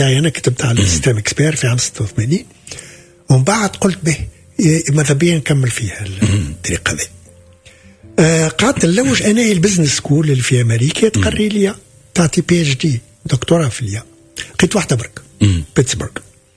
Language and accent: Arabic; Tunisia; moved away as an adult; انا جاي من تونس